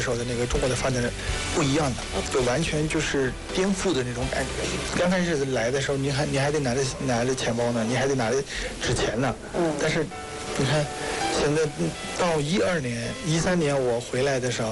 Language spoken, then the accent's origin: Chinese; Myanmar; Chinese is a second language; 这种的话，我们缅甸人看着就会感觉，哇，这个很好。